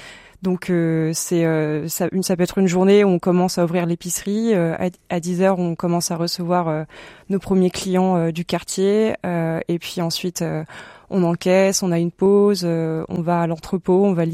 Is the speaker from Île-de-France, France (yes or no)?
no; Auvergne-Rhône-Alpes, France; j'ai grandi dans le Vercors, entourée de montagnes.